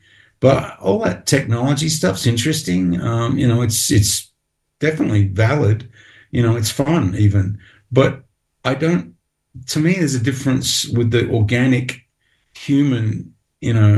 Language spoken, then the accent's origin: English; Perth, Western Australia, Australia; as a little kid growing up in Perth in Western Australia, Mum gave me a little transistor radio